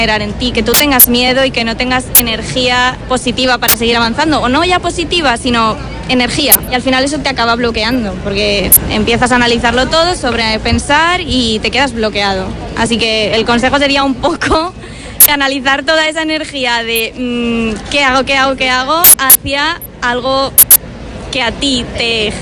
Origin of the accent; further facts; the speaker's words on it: Madrid, Community of Madrid, Spain; y yo soy de Madrid y es que veo que no voy a tener casa